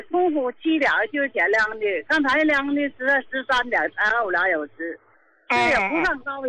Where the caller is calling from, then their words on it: Qingdao, Shandong, China; 我是青岛的。